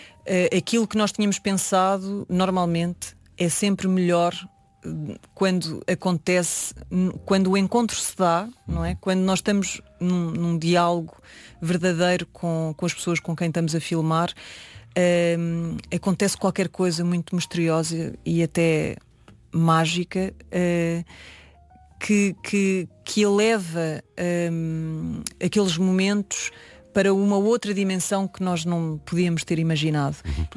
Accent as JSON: {"language": "Portuguese", "region": "Alentejo", "country": "Portugal", "said": "eu como eu sou alentejana"}